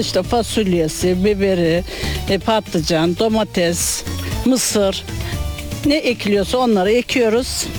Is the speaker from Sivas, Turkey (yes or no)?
no; Istanbul, Turkey; Ben bu köyde doğup büyüdüm. Bu köyde. 68 senedir bu köydeyim.